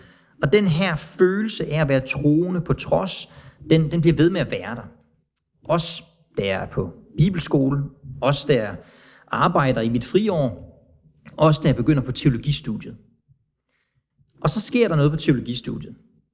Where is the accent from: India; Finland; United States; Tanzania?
Tanzania; Fordi jeg er vokset op i Tanzania.